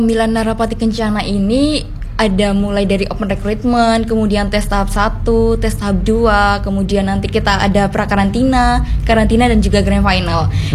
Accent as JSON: {"language": "Indonesian", "town": "Gresik", "region": "East Java", "country": "Indonesia", "said": "Kebetulan saya berasal dari Gresik ini."}